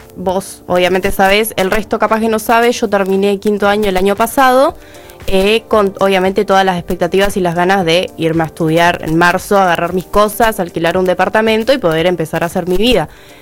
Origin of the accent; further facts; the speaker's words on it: Río Gallegos, Santa Cruz, Argentina; nosotros los adolescentes que somos de Río Gallegos